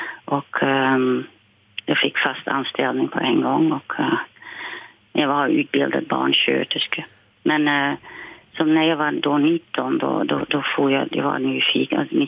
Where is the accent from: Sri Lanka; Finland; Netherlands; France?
Netherlands; Silvolde, Gelderland; Swedish is a second language; Och jag var från Silvolde så att jag hade en vän, 3 män med mig.